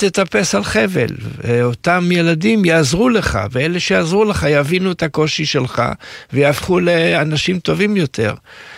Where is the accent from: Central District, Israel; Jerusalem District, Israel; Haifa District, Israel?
Jerusalem District, Israel; Jerusalem; אני נולדתי בירושלים